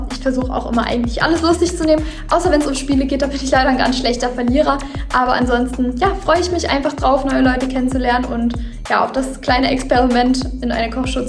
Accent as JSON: {"language": "German", "town": "Dresden", "region": "Saxony", "country": "Germany", "said": "ich komme hier auch aus Dresden. Ich bin 25"}